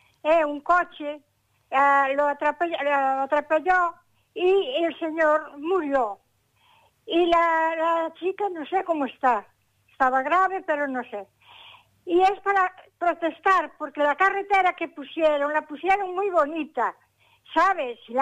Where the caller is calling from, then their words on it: Tenorio, Galicia, Spain; Pues yo llamo de aquí, de Tenorio, lugar de Calvelo.